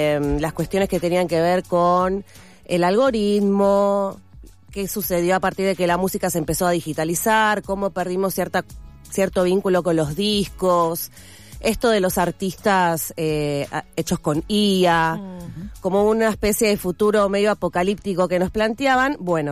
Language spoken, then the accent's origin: Spanish; Argentina; nosotros somos argentinos